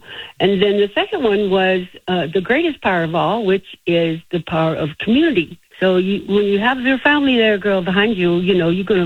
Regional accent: Alabama, United States; I was raised in Alabama

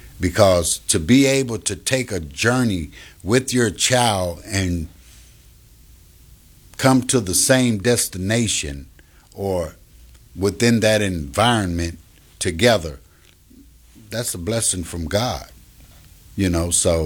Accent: Chicago, Illinois, United States; And I grew up in Chicago, traveled about, came back to Chicago

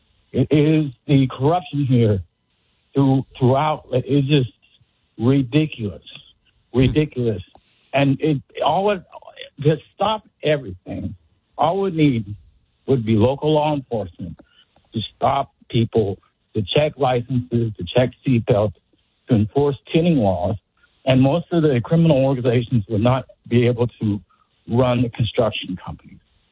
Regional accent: Wilmington, North Carolina, United States; well, I'm from Wilmington, North Carolina, where the slaves were freed.

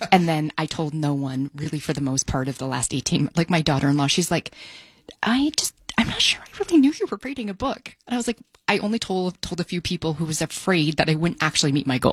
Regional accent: New Hampshire, United States; now in Boise, United States; I came from New Hampshire at the time. So we moved here in 2013 to Boise.

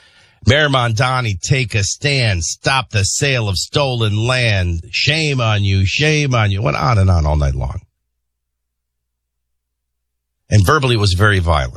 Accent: Chicago, Illinois, United States; I grew up in Chicago.

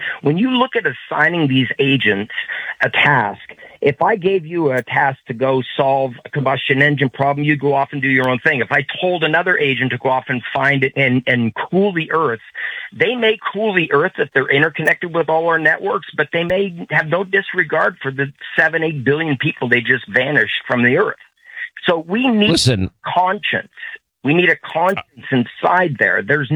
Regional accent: Eastern Canada, Canada; also born or lived in San Diego; now in United States; You know, I'm really from East Coast to Canada, and I moved down to San Diego in 79.

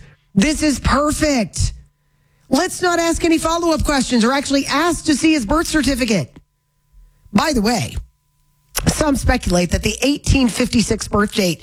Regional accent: Florida, United States; moved away; my hometown in Florida

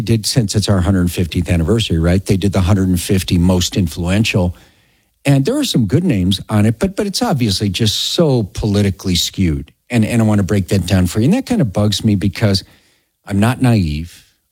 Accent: Chicago, Illinois, United States; now in Colorado, United States; I couldn't believe it when I came out here from Chicago.

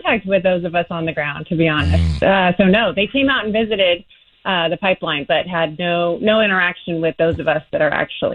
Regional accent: Santa Barbara, California, United States; I was born and raised in Santa Barbara and was here in 2015 when that pipeline burst.

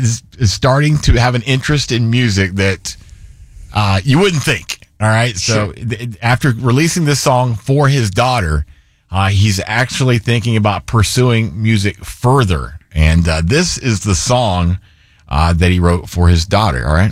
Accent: the South, United States; I'm from the South

